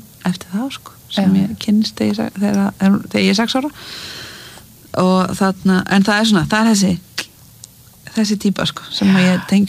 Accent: Mosfellsbær, Capital Region, Iceland; Já, ég elst upp í Mosfellsbæ með mömmu og eldri bróður mínum og þetta bara svona venjulegt Mosfellslí

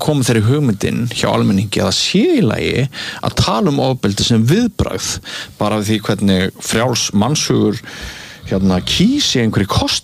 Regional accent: Mývatnssveit, Northeastern Region, Iceland; þegar ég var barn á skólalóðinni í Mývasveit eða bara leik að kvöldi þá voru slagsmál daglegt brauð

